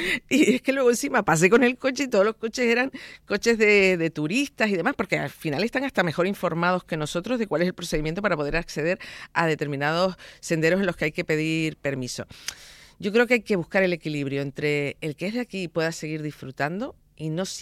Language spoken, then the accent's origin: Spanish; Tenerife, Canary Islands, Spain; los que somos de Canarias, los que somos de Tenerife, el Parque Nacional del Teide forma parte de nuestra identidad.